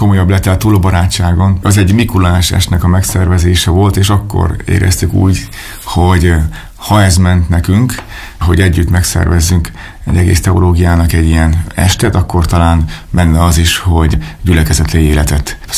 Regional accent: Bagamér, Hajdú-Bihar, Hungary; moved away as an adult; now in Sárospatak, Hungary; a szülőfalum, a Bagaméri gyülekezet

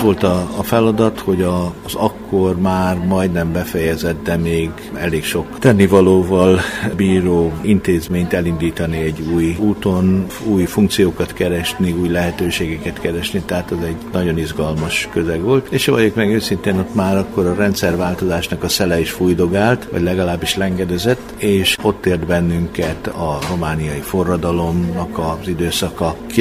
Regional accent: Bükkaranyos, Borsod-Abaúj-Zemplén, Hungary; Ha nem is a Bükkbe, de a Bükk alján. Bükk Aranyos nevű településen nőttem fel, nőttem fel valóban lelkész családban.

